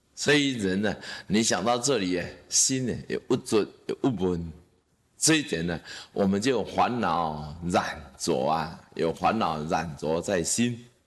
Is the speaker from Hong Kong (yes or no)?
no; Taiwan; 然后我是台湾人呐、啊，我不怕不进去、啊。